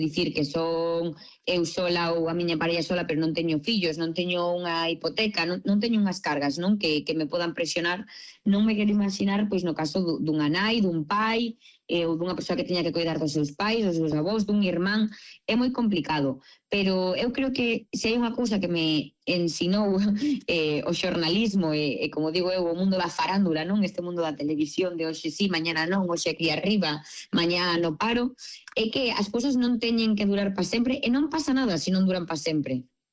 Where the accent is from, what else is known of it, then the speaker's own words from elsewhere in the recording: Vigo, Galicia, Spain; Pois, mira, aproveitando que son de Vigo, vou pedir